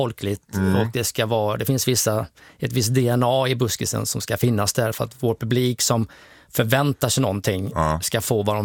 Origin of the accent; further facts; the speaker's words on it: Västra Götaland County, Sweden; accent: Sjuhärad dialect; som man gör hemma vid, runt kring Sjuhäradsbygden. Det är den här dialekten som vi har hemma i vår by där jag kommer ifrån. Pratar vi på detta viset.